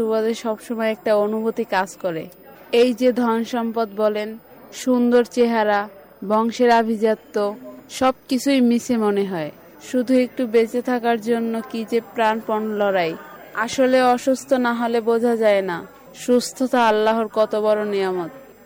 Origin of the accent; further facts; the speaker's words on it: Kushtia, Khulna Division, Bangladesh; now in Barisal, Bangladesh; Kushtia Osmanpur.